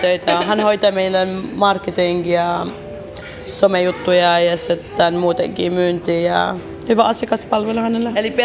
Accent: Baghdad, Baghdad Governorate, Iraq; Finnish is a second language; now in Finland; mutta ei, mä oon Bagdadista, niin meillä ei yleensä tällainen

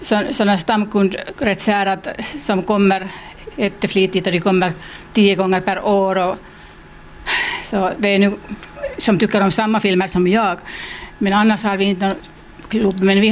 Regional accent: Salo, Southwest Finland, Finland; Jag kommer från Salotrakten.

